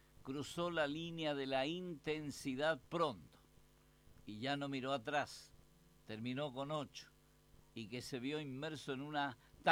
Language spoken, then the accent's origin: Spanish; Buenos Aires, Argentina; Soy un orgullo porteño